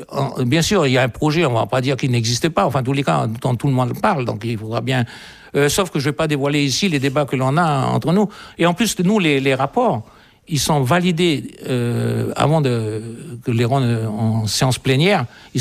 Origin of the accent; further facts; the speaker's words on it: Mont-Dore, South Province, New Caledonia; born there; Enfin, moi, je suis né au Mont d'Or, donc je connais le Mont d'Or un peu.